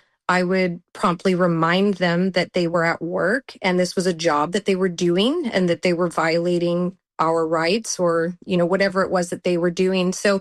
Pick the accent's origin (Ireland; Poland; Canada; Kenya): Canada; born or raised there; moved away as an adult; also born or lived in Australia / New Zealand / England; now in United States